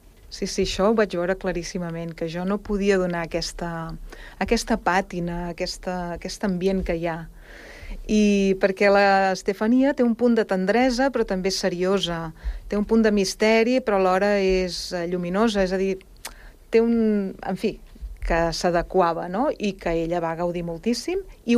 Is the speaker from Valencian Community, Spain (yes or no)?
no; Barcelona, Catalonia, Spain; Jo no soc ben bé de Sant Cugat, soc de Sants, de Barcelona, però treballo aquí a l'Escola d'Art des de fa gairebé 30 anys.